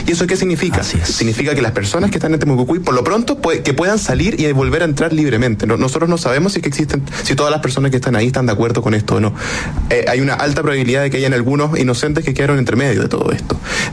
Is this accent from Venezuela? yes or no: no; Chile; Aquí somos todos chilenos, somos todos iguales ante la ley